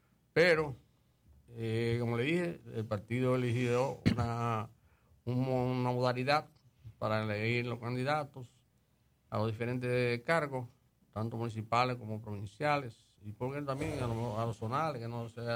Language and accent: Spanish; Valverde, Dominican Republic; saludar desde acá a todos mis compueblanos de la provincia de Valverde